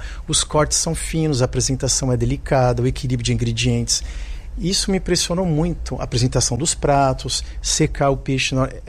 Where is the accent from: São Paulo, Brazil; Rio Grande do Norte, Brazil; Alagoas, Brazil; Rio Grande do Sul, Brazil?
São Paulo, Brazil; Santos; moved away as an adult; Eu saí do Brasil com 19, eu fiz um intercâmbio no estrangeiro, tá, na Inglaterra, numa casa de família. E quando eu voltei, eu falei assim, eu não fico aqui. Era em 96, 98. Então, eu nasci em Santos e fiquei pouco tempo por lá, uns 20 anos.